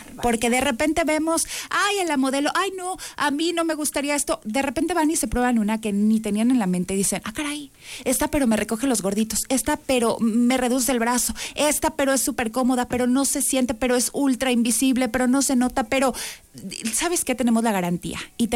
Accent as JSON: {"language": "Spanish", "town": "Saltillo", "region": "Coahuila", "country": "Mexico", "also_born_or_lived": "Colombia / United States", "moved": "yes", "said": "vamos a Saltillo, que es mi casa, que es mi tierra"}